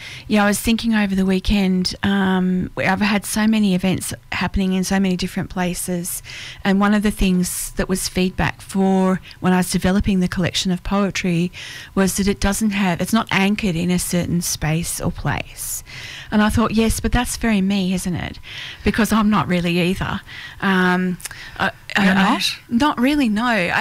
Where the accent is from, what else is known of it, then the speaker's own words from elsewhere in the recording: Sydney, New South Wales, Australia; also born or lived in Blue Mountains; now in Mystery Bay, Australia; Well, Richard and I both grew up in Sydney, but we sort of took off, both of us, pretty quickly. So I spent most of my younger years in the Blue Mountains.